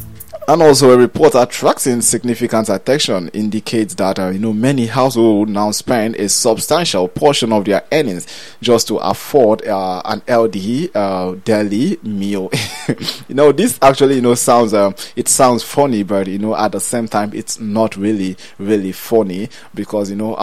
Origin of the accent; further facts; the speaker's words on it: Nigeria; And as a Nigerian today, you get to ask yourself questions like, you know, which of these, you know, has been made affordable for, you know, an average Nigerian?